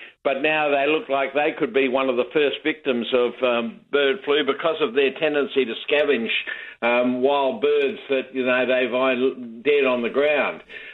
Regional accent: South Australia, Australia; now in New South Wales, Australia; That's my home state, of course

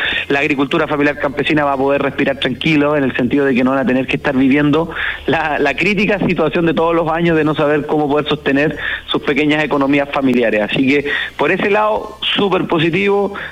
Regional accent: Petorca, Valparaíso, Chile; yo soy nacido y criado en esta comuna, entonces de alguna manera tengo un cariño especial a mi pueblo

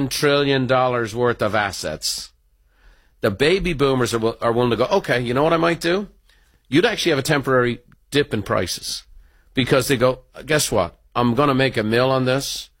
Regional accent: California, United States

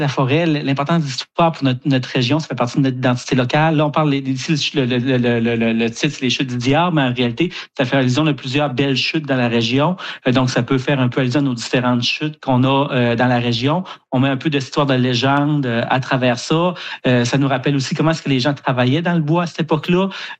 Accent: Kedgewick, New Brunswick, Canada; Puis moi, comme vous l'avez dit, j'ai grandi à Kedgewick, dans le nord du Nouveau-Brunswick.

